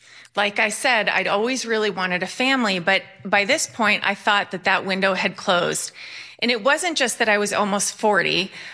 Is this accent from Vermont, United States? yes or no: yes; Bennington, Vermont, United States; born there; now in Phoenix, United States